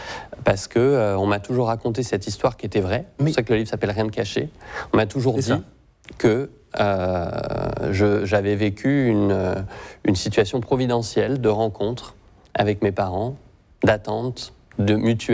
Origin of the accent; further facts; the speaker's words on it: Reims, Grand Est, France; born there; Alors, tout simplement, je suis né à Reims, il y a 42 ans, donc en 1984, et à ma naissance, j'ai été abandonné, je suis né sous X.